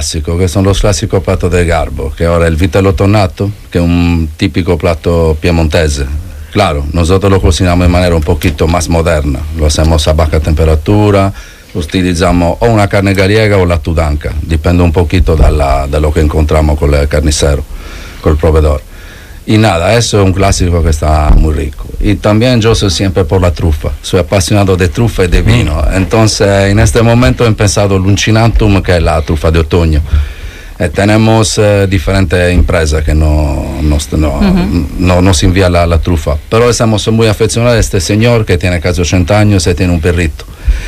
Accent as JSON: {"language": "Spanish", "region": "Sardinia", "country": "Italy", "also_born_or_lived": "Rome", "moved": "yes", "lives_now": "Cantabria, Spain", "said": "Y tampoco yo soy de Roma, porque yo soy de Cerdeña."}